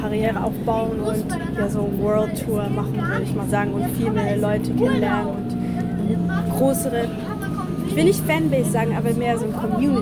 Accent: Netherlands; German is a second language; moved away as an adult; now in Hamburg, Germany; ich komme eigentlich aus den Niederlanden. Ich wohne seit 2 Jahren hier in Hamburg

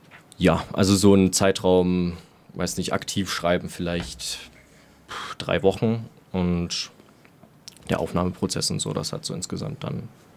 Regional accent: Plauen, Saxony, Germany; Vor allem eben halt gerade noch in meiner Heimatstadt in Plauen. Das liegt in Sachsen

